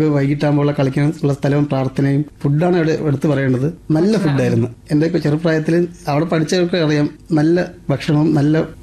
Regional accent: Varkala, Kerala, India; born or raised there

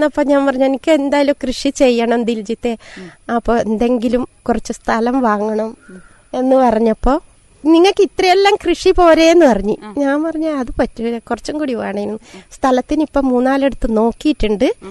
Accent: Thottada, Kerala, India; moved away as an adult; സ്വന്തം നാട് തോട്ടട.

